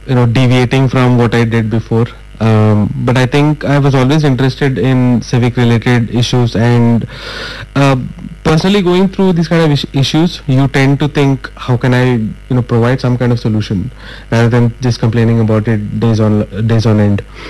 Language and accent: English; Bangalore, Karnataka, India; And I'm from Jayanagar. And Jayanagar is always considered as the beautiful part of Bangalore.